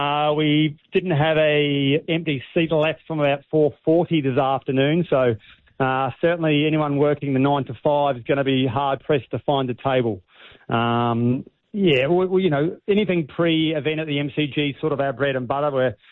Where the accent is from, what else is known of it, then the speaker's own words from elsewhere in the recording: New Zealand; now in Melbourne, Australia; growing up in New Zealand.